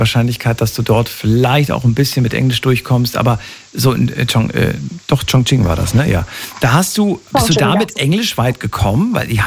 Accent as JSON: {"language": "German", "town": "Frankfurt", "region": "Hesse", "country": "Germany", "tie": "born or raised there", "said": "Aus meinem Hometown, cool."}